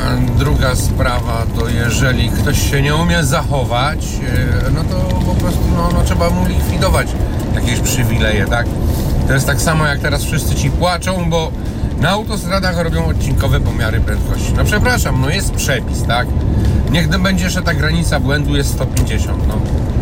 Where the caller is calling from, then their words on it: Piotrków Trybunalski, Łódź Voivodeship, Poland; Ja jestem z Piotrkowa Trybunalskiego